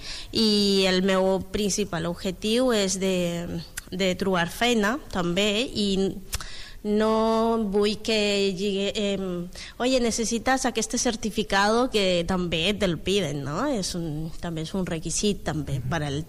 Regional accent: Bolivia; moved away as an adult; now in Spain; Ah, soc boliviana.

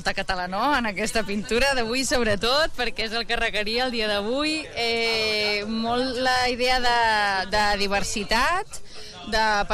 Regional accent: Martorell, Catalonia, Spain; Bueno, jo soc de Martorell, llavors ja...

